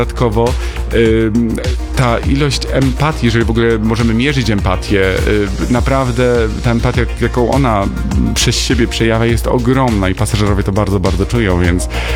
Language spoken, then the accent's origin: Polish; Nowy Sącz, Lesser Poland, Poland; Ja powiedziałem, że faktycznie urodziłem się w Nowym Sączu i to jest moje rodzinne miasto, do którego zawsze z sentymentem wracam.